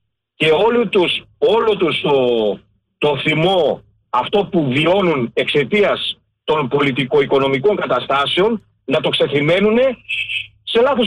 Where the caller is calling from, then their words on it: Ilio, Attica, Greece; είμαι από Ήλιο.